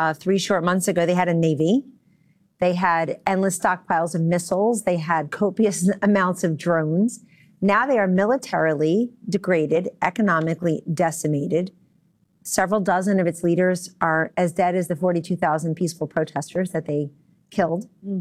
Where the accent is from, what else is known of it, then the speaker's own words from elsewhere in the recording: New Jersey, United States; what do we have, 10 million people now in my home state? I'm a Jersey girl forever.